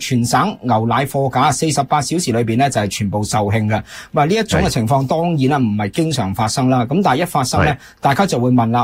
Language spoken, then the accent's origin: Cantonese; Canada; 我哋加拿大